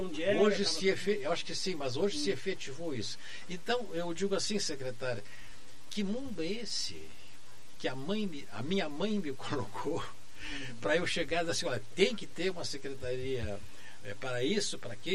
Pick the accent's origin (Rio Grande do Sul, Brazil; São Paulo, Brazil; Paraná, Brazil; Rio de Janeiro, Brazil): Rio Grande do Sul, Brazil; Hulha Negra; moved away; also born or lived in Bagé; lá em Bagé, onde eu morei, porque eu não sou de Bagé, eu sou da Olha Negra